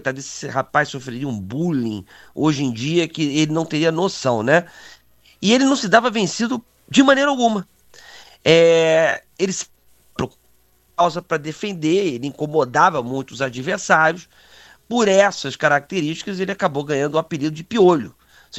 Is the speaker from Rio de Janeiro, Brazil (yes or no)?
yes; Petrópolis, Rio de Janeiro, Brazil; born there; Eu nasci em Petrópolis, então eu nasci no frio já tô acostumado a ele